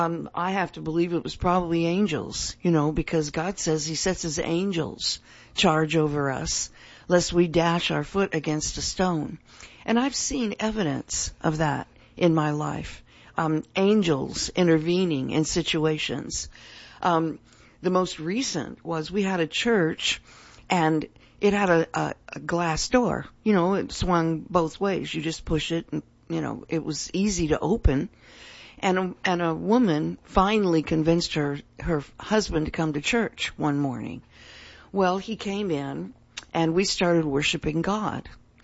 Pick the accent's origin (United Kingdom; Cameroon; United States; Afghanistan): United States; California; moved away as an adult; now in Tahlequah, United States; I was raised in California, and we left almost, 50 years ago.